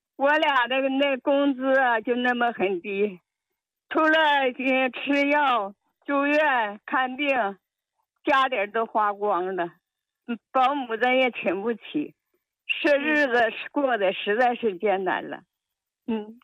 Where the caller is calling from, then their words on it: Qiqihar, Heilongjiang, China; 我是齐齐哈尔大民屯的，